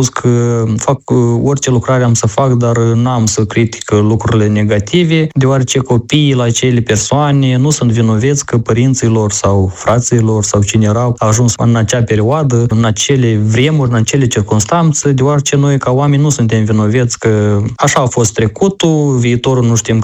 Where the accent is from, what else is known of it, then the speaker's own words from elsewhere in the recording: Alcedar, Șoldănești District, Moldova; satul meu natal